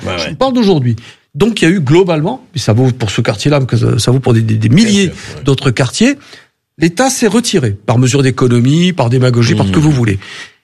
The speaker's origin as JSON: {"language": "French", "town": "Marseille", "region": "Provence-Alpes-Côte d'Azur", "country": "France", "tie": "born or raised there", "said": "j'ai grandi à Marseille."}